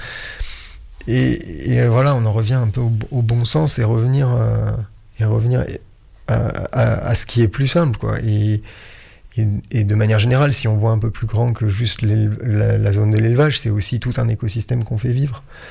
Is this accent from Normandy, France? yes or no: no; Auvergne-Rhône-Alpes, France; moi j'habite en Ardèche, j'ai pas la mer, c'est comme ça, et c'est très bien.